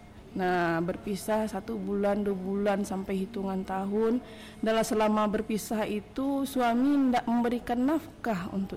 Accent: Bukittinggi, West Sumatra, Indonesia; also born or lived in Pariaman / Pasaman Barat; now in Painan, Indonesia; Aslinya orang Bukit Tinggi.

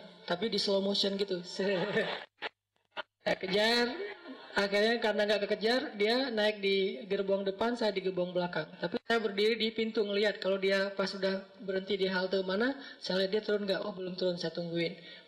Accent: Aceh, Indonesia; born or raised there; moved away; also born or lived in Egypt

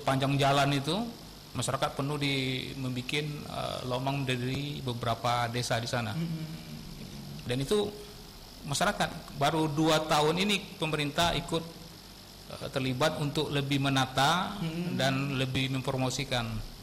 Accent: Kampar, Riau, Indonesia; Kampar ini, kita kalau kita lihat budaya kita agak berbeda dengan Rengat

